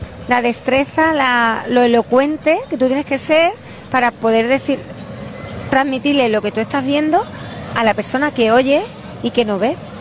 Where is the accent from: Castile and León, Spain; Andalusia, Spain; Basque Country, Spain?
Andalusia, Spain; La Línea de la Concepción; El orgullo de ser linense.